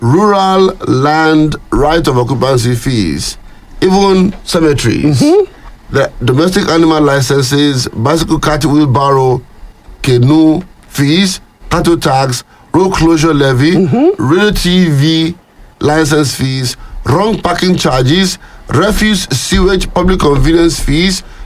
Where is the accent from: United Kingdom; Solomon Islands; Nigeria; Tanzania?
Nigeria; I'm a Nigerian, Nigerian survive.